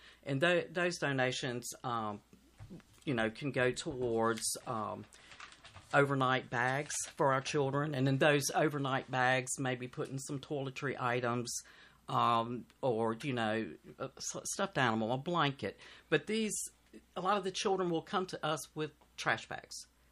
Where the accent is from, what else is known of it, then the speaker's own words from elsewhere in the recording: Danville, Virginia, United States; I am a Danville native.